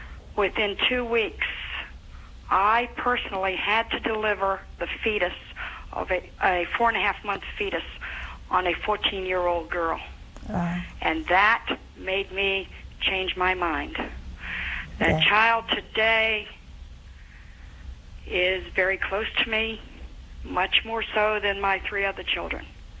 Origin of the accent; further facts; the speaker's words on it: Virginia, United States; I'm from Virginia.